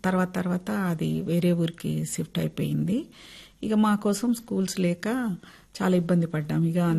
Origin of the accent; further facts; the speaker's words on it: Bhallunayak Thanda, Telangana, India; నల్గొండ జిల్లా మిర్యాలగూడ దగ్గర భల్లునాయక్ తండా. మిర్యాలగూడకి ఒక 10-12 కిలోమీటర్స్ దూరంలో ఉంటుంది. ఆ తండాలో పుట్టి పెరిగాను నేను.